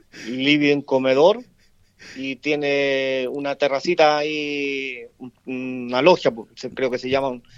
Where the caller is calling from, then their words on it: Rancagua, O'Higgins, Chile; yo llamo de Rancagua, pero el aviso es para Rengo.